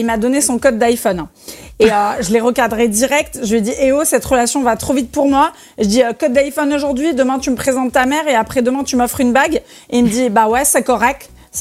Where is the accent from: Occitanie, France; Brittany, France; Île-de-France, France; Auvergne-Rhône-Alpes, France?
Île-de-France, France; Paris; Moi, en tant que parisienne, ça m'a hyper stressée.